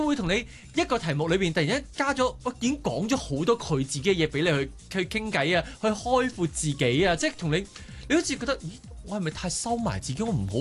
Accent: Hong Kong

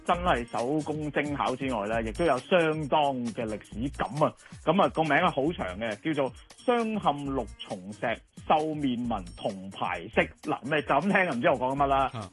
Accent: China; 睇下3000多、4000年前，我哋中國人嗰啲手藝有幾精緻嘅話咧

